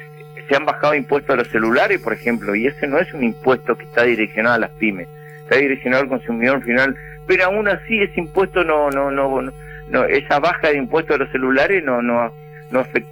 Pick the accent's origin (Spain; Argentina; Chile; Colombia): Argentina; seguimos siendo argentinos.